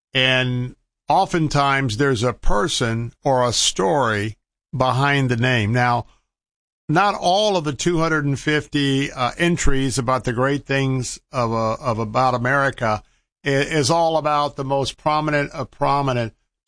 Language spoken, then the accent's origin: English; Tampa, Florida, United States; I was born and raised in Tampa. I'm very, very aware of our traffic increases.